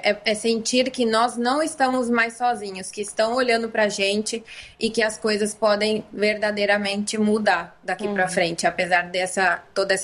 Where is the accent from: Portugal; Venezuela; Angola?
Venezuela; Portuguese is a second language; now in Brazil; Como eu cresci na Venezuela, desculpa, no Brasil, eu cresci vendo tudo o que acontecia no meu país. Eu nunca me afastei do meu país, eu nunca me desconectei.